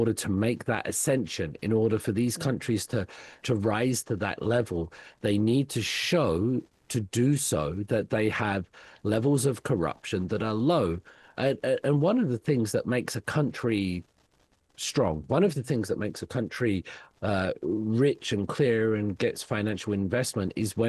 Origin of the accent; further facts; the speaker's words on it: United Kingdom; I am from Britain